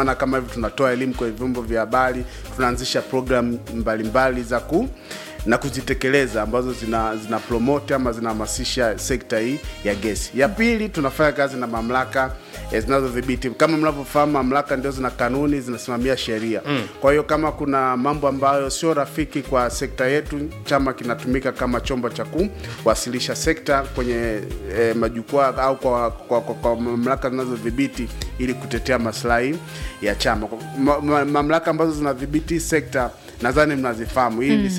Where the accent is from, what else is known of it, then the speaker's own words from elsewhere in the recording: Njombe, Tanzania; now in Dar es Salaam, Tanzania; Mimi Njombe.